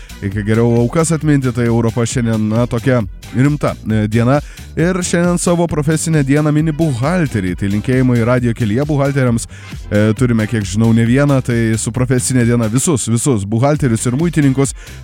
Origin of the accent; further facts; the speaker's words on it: Kaunas, Kaunas County, Lithuania; esam kauniečiai